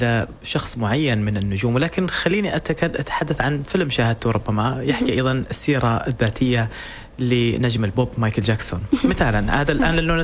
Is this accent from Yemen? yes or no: no; Oman; إحنا كأسر عمانية عربية متماسكين